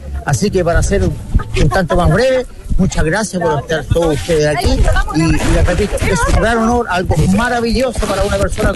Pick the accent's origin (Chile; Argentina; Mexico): Chile; San Felipe, Valparaíso; Somos sanfelipeños de corazón. Yo amo y quiero mi pueblo querido del Almendral, y sanfelipeños de corazón